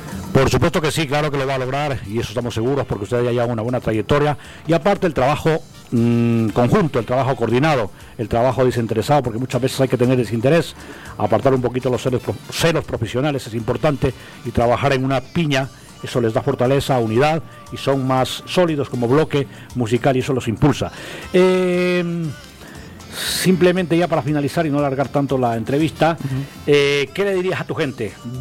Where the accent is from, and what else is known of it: Ecuador